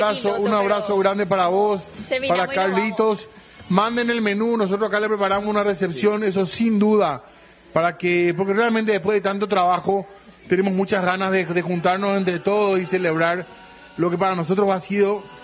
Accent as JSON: {"language": "Spanish", "country": "Spain", "said": "Soy español."}